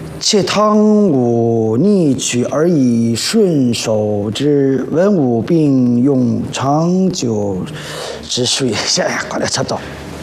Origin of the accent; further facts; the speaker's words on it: China; いやちょっと恥ずかしながら私は中国育ちだけれどちょっと中国の文化に関しては全く興味ないんですよ。